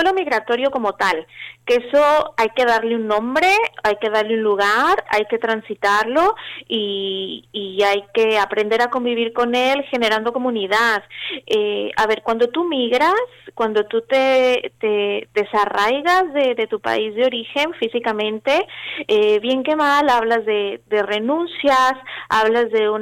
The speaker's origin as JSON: {"language": "Spanish", "country": "Mexico", "moved": "as an adult", "lives_now": "Murcia, Spain", "said": "soy murciana de adopción, mexicana siempre, es lo que tenemos las personas migrantes"}